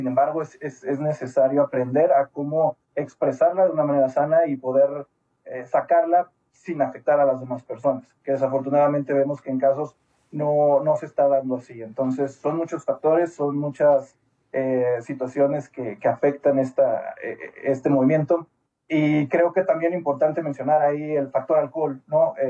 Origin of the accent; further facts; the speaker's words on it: Mexico; creo que como mexicanos nos caracterizamos por expresar estas emoc